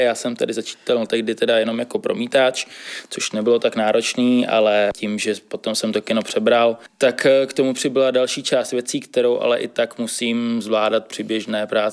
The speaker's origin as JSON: {"language": "Czech", "region": "Prague", "country": "Czechia", "tie": "born or raised there", "said": "protože jsem rodák z Modřan"}